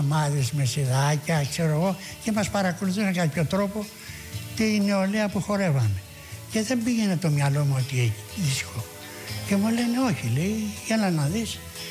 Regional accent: Greece; Είμαι Έλληνας.

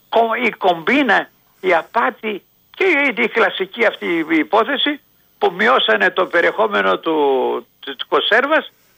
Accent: Athens, Attica, Greece; also born or lived in Macedonia; γεννημένος, όταν ήταν πατέρα μου αξιωματικός, και ενός μηνός ήρθαμε, ένα χρόνο ήρθα στην Αθήνα. Είμαι όμως Μακεδόνας.

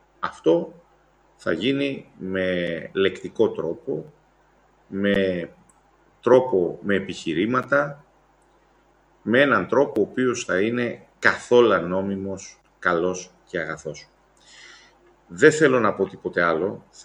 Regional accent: Epirus, Greece; moved away; Τα Γιάννενα είναι η πρωτεύουσα του νομού που είναι η πατρίδα μου.

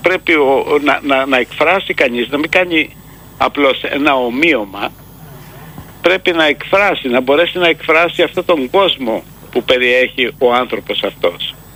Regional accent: Falatados, South Aegean, Greece; moved away as an adult; Εγώ είμαι από το Φαλατάδο, είμαι από τα πάνω μέρη, είναι αγροτικά χωριά, τα οποία δεν είχαν και μεγάλη, ας πούμε, έτσι, σχέση με το μάρμαρο ή με την τέχνη

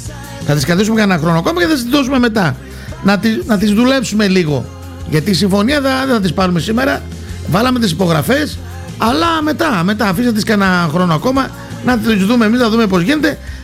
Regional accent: Greece; είμαστε Έλληνες.

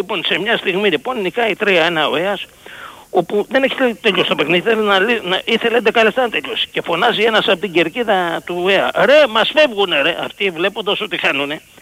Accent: Greece; Του λέω μάγκες, εγώ μιλάω σαν Έλληνας.

